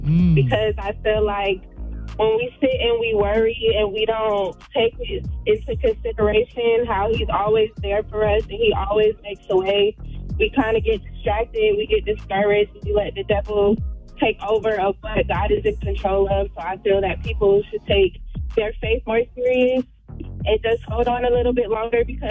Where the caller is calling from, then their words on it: Atlanta, Georgia, United States; I'm calling from Atlanta.